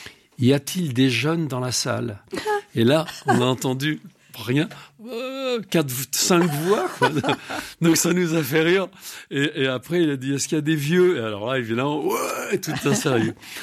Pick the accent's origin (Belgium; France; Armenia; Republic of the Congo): France; Montmirail, Grand Est; moved away; je viens de Montmirail, dans la Marne.